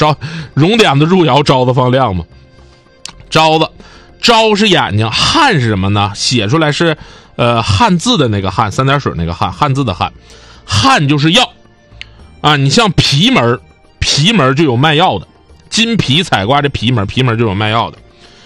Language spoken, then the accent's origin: Chinese; Changchun, Jilin, China; 不是我们长春这个长春啊